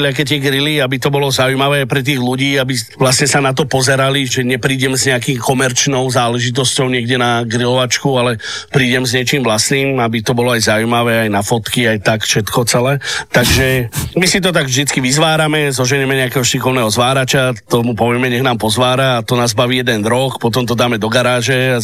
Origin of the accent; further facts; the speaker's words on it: Trenčín, Trenčín Region, Slovakia; moved away as an adult; also born or lived in Dominican Republic / Argentina / Uruguay / Tenerife; ten Trenčín, odkiaľ som, bude taká centrála, kde bývam